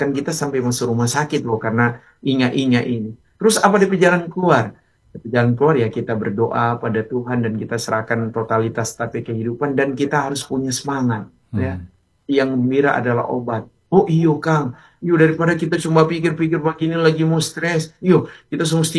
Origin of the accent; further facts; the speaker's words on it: Manado, North Sulawesi, Indonesia; Walaupun kita orang Manado, iya.